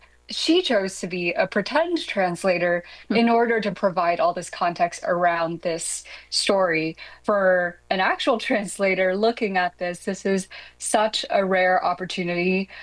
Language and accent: English; Taiwan; Luckily for me, I grew up in Taiwan